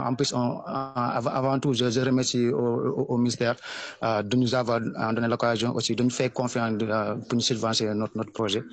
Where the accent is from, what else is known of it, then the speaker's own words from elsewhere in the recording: Thiès, Senegal; moi je suis de Thiès à Djahaou.